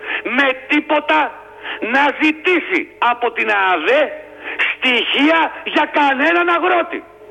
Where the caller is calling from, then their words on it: Greece; εμείς σαν Έλληνες δεν είμαστε ρε παιδί μου αυτοί που είμαστε, είμαστε χάλια πολίτες